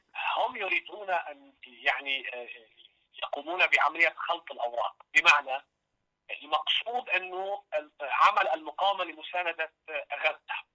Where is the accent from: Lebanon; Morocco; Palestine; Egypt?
Lebanon; لذلك كلبنانيين نحن لا نستطيع أن نثق بهذه السلطة،